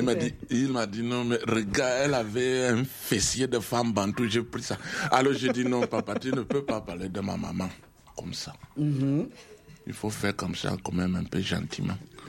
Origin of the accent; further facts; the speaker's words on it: Cameroon; j'ai fait le parcours initiatique dans la forêt du Cameroun. Je suis un Camerounais.